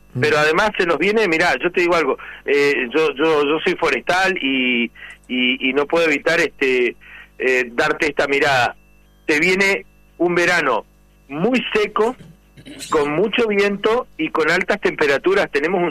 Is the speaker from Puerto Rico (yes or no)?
no; Patagonia, Argentina; para nosotros los patagónicos, el agua es nuestro recurso más estratégico.